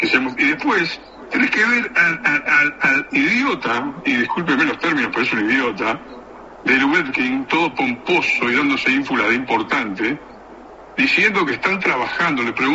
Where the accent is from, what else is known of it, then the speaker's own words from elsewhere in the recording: Uruguay; los uruguayos